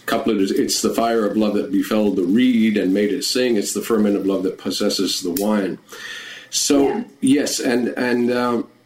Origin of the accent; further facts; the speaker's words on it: Turkey; moved away; I was born in Turkey. I grew up there, and I maintain, you know, a lot of connections to Turkey.